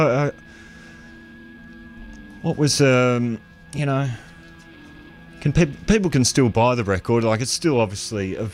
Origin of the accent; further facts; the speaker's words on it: Albury-Wodonga, New South Wales, Australia; I think my only time, I growing up in Albury Wodonga, I saw you once.